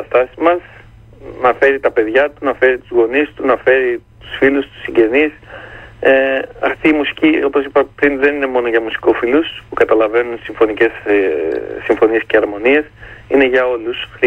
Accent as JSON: {"language": "Greek", "country": "Greece", "said": "ως Έλληνας, ως μουσικός, ως άνθρωπος με ελληνοαρμένικες ρίζες μου, που γνωρίζει τι σημαίνει η μνήμη της προσφυγιάς"}